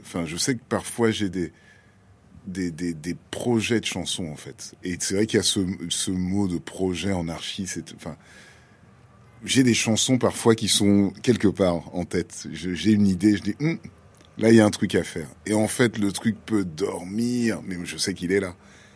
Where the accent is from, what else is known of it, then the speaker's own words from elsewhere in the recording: Dakar, Senegal; Donc, c'était tout parce que comme j'ai grandi à Dakar, il y a tout un pan aussi de la jeunesse diasporique que je n'ai pas forcément.